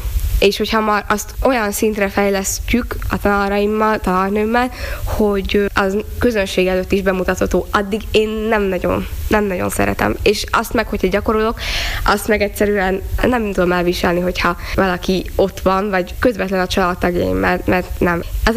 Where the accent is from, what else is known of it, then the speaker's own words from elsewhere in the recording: Palócföld, Hungary; accent: Palóc; Aki hallgatja, úgy tűnik, hogy palócosan beszélek